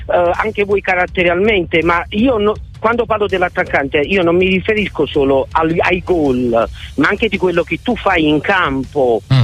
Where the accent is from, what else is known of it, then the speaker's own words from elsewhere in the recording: Naples, Campania, Italy; Però lo posso fare perché io sono napoletano.